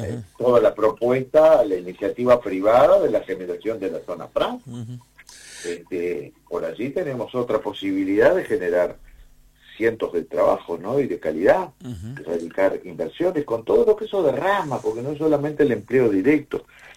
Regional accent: Rivera, Uruguay; soy riverense y porque nací en Rivera y me crié en Rivera

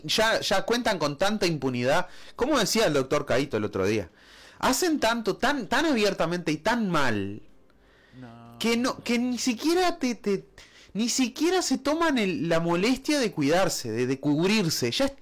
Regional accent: Uruguay; Y claro, a mí me indigna como uruguayo.

